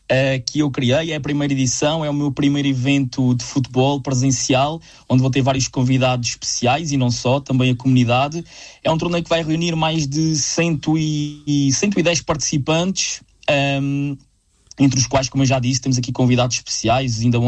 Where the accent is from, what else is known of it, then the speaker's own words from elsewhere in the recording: Centro, Portugal; começar aqui, onde eu nasci, onde eu fui educado, onde eu tenho as pessoas que mais gosto